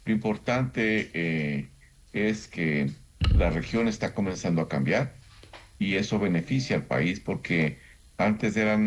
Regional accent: Ecuador

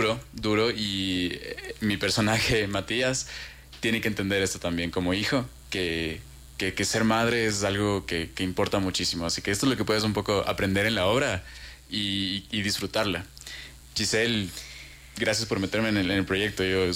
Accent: Ecuador

